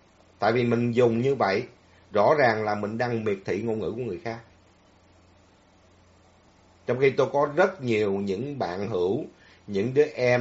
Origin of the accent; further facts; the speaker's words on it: Southern Vietnam, Vietnam; Tôi là người gốc ẩm, tôi là người gốc Bắc, nhưng mà tôi sinh trưởng lớn lên ở miền Nam thì tôi dùng chữ miền Nam thôi.